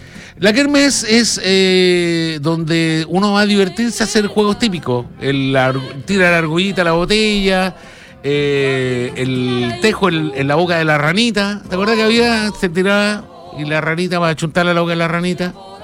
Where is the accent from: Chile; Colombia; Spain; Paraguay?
Chile; Magallanes and Chilean Antarctica; moved away; de donde yo vengo, en Magallanes